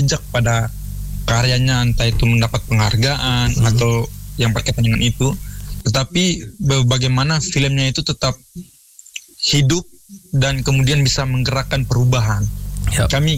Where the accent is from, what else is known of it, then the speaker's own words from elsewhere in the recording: Lembata, East Nusa Tenggara, Indonesia; tapi diingat sebagai anggota masyarakat Lembata yang berusaha memajukan dan memperkenalkan kebudayaan Lembata secara luas